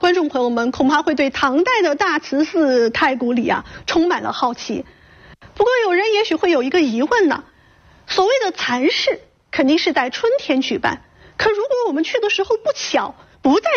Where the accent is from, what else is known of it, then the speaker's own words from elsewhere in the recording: Chengdu, Sichuan, China; 不过啊，咱们成都人在为这些外来的幻术叫好之余啊，想必绝不会让外来的和尚占尽了风头